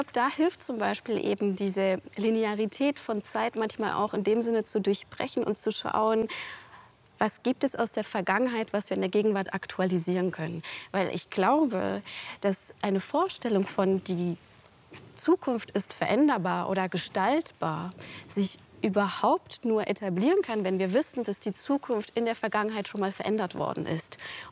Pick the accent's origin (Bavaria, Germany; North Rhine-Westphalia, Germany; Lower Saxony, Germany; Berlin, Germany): North Rhine-Westphalia, Germany; Cologne; Ich bin ja in Köln-Kalk aufgewachsen und dieser Ort hatte für mich früher eine sehr auch soghafte Wirkung, also auch eine beklemmende Wirkung. Das war ja viel eben Industriewüste